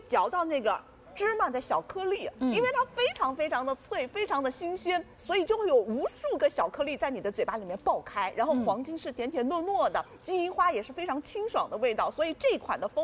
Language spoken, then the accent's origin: Chinese; China; 我们中国人特别讲究精气神儿。